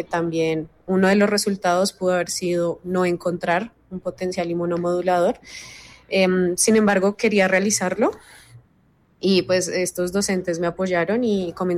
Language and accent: Spanish; Colombia; vivimos en Colombia, Colombia es un país biodiverso, es el segundo país más biodiverso del mundo. Creo que sería importante como investigadora colombiana